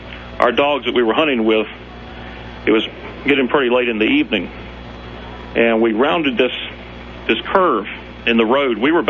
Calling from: South Carolina, United States; We used to belong to one of the oldest deer hunting clubs here in South Carolina.

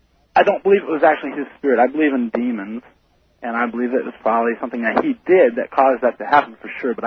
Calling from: Ojai, California, United States; I'm calling from Ojai, California.

